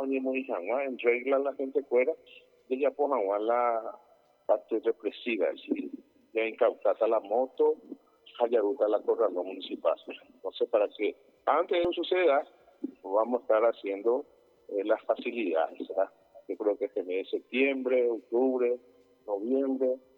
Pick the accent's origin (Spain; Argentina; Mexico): Argentina; No, no es porque somos argentinos y perseguimos a nadie